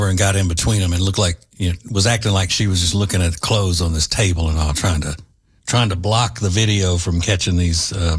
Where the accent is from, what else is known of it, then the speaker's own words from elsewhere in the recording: Winfield, Louisiana, United States; my hometown of Winfield, Louisiana